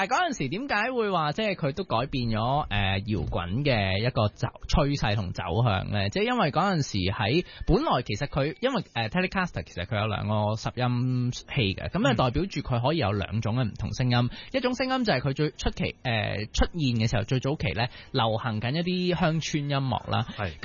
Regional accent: Hong Kong; 我哋香港人

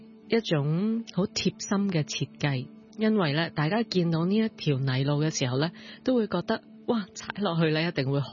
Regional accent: China; 好像我们中国人的中药那样呢

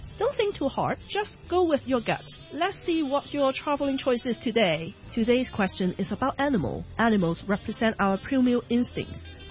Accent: Hong Kong; a counseling psychologist. Welcome to Psychology in Traveling. As a typical Hong Konger

